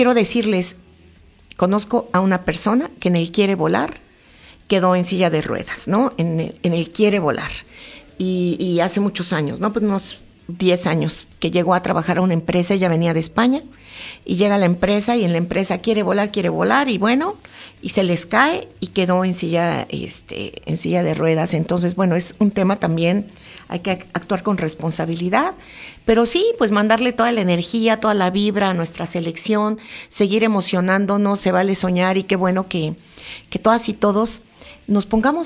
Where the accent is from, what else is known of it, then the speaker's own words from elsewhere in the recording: Mexico; en lo que nos hace, pues, fuertes como mexicanos